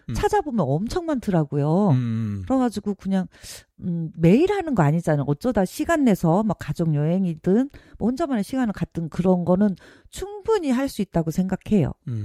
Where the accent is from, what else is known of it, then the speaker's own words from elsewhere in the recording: Jeonju, North Jeolla, South Korea; 저희 고향인 전주